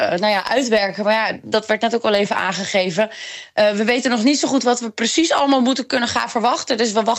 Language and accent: Dutch; Friesland, Netherlands; Ik kom natuurlijk wel uit Friesland, hè?